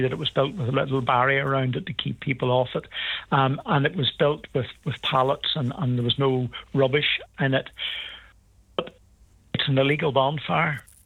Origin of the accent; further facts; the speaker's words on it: Carrickfergus, Northern Ireland, United Kingdom; I'm from Carrickfergus. I've been the mayor of Carrickfergus, and I know the history of our town.